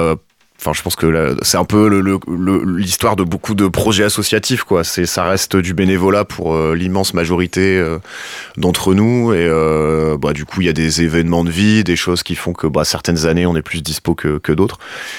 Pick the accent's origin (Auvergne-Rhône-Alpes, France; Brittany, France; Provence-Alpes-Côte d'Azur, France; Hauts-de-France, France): Hauts-de-France, France; Bourlon; puisque je suis originaire de Bourlon. J'ai grandi à Bourlon et j'y ai vécu pendant longtemps.